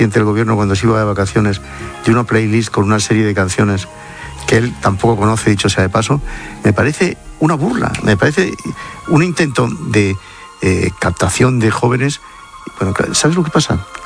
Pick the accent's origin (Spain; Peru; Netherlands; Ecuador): Spain; Bastante abrumado como español, es como ciudadano y como periodista.